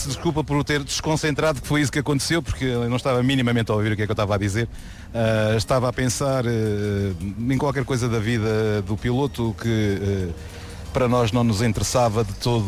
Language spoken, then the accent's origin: Portuguese; Portugal; Somos portugueses, não é?